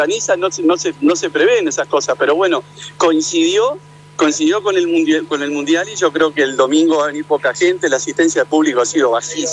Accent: Uruguay; now in Argentina; yo soy uruguayo y me corresponde la general de la ley decirlo, y estoy en Argentina, vivo en Argentina, como de Argentina, tengo una hija argentina, una mujer argentina, me radiqué aquí

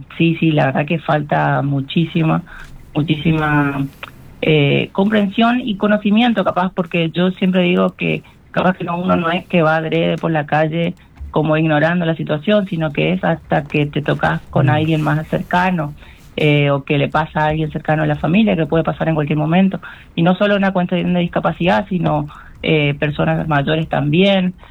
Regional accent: Corrientes, Argentina; born there; yo nací, siempre cuento, en el Hospital Vidal.

